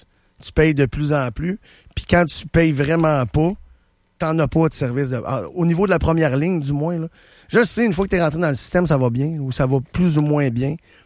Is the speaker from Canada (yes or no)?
yes; Canada; Je pense qu'on va devoir, en tant que Canadien, de faire des concessions au niveau de l'automobile